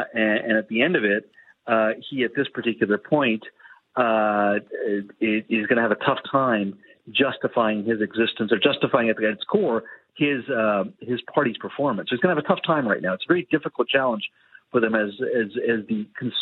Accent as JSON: {"language": "English", "town": "Williams Lake", "region": "British Columbia", "country": "Canada", "tie": "born or raised there", "said": "from the interior, from a small town of Williams Lake, my hometown in the Cariboo"}